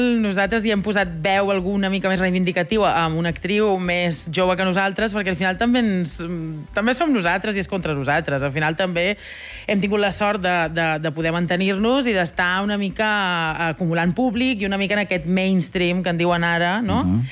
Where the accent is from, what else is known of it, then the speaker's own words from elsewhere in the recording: Balearic Islands, Spain; Soc de Mallorca, sí.